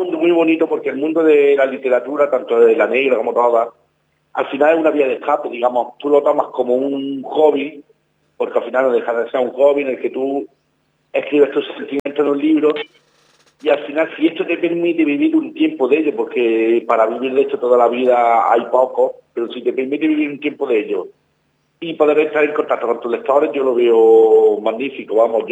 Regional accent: Andalusia, Spain; moved away as an adult; now in Pegalajar, Spain; soy de Guadalajara, de un pueblo de Granada.

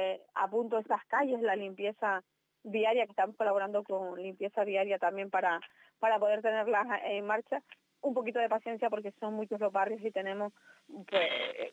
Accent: Teror, Canary Islands, Spain; nací en Arbejales y vivo en Arbejales y al final es mi barrio

